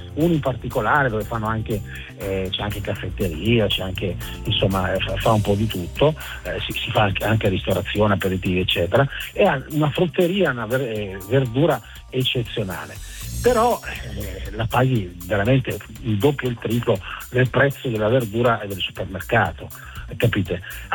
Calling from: Ivrea, Piedmont, Italy; Io sono di Eporeglia, Canavese, Torino, Ivrea.

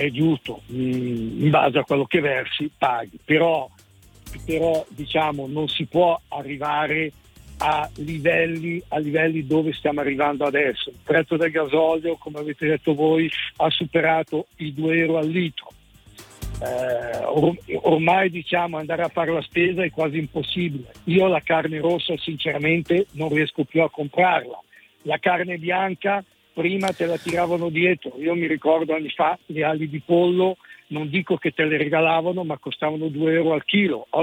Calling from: Lombardy, Italy; Io da Bergamo, dalla provincia di Bergamo.

